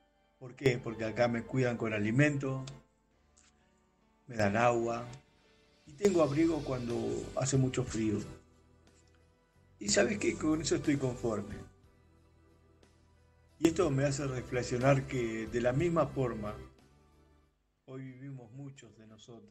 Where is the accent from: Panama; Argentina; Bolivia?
Argentina; soy de Argentina.